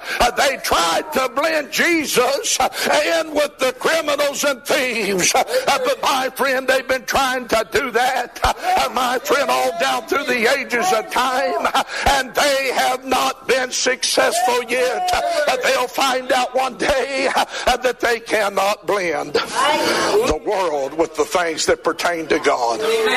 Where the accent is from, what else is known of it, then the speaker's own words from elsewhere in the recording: West Virginia, United States; because I was born in Wayne County. I was born in Shredo. And say you go up to Charleston, and they'll find … for you, because I'm a citizen of West Virginia. And say, listen, lived there the most of my life.